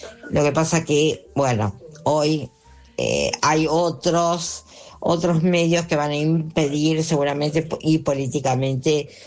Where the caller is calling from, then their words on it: Buenos Aires, Argentina; de Belgrano.